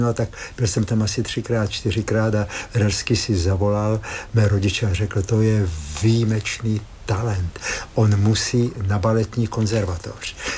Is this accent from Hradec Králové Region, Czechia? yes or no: no; Hranice na Moravě, Olomouc Region, Czechia; No já jsem z Hranic na Moravě a chodili jsme … samozřejmě do hudební školy